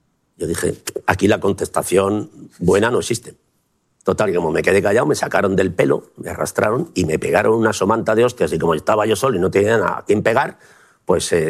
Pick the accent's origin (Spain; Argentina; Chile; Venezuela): Spain; Community of Madrid; yo vengo de ese, en ese barrio de prosperidad, que era un barrio muy tranquilo